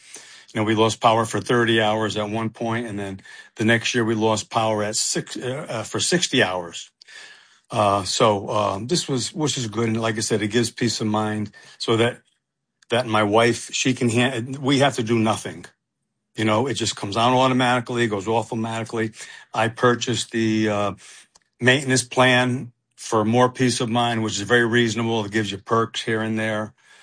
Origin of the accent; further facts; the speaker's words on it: Stamford, Connecticut, United States; So there's a place from my hometown, Stamford, Connecticut, and they make very thin bar pies.